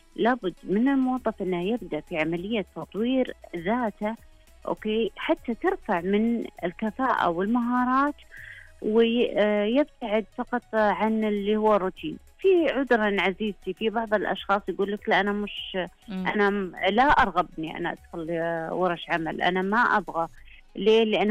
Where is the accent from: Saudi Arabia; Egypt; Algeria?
Saudi Arabia; عندنا في المملكة العربية السعودية